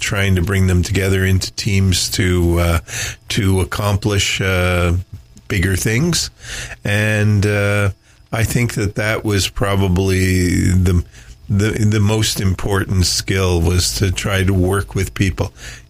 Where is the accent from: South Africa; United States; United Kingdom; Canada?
Canada; Montreal, Quebec; moved away as an adult; also born or lived in Erin, Ontario; now in Minden Hills, Canada; So I grew up in Montreal, and I worked in lots of different industries, but mostly large multinationals.